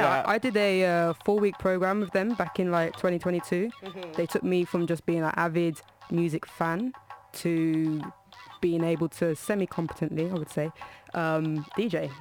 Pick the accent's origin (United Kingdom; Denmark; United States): United Kingdom; Birmingham, West Midlands; now in Manchester, United Kingdom; I'm a DJ. I'm from Birmingham, kind of, to claim it. I'm in Manchester at the minute.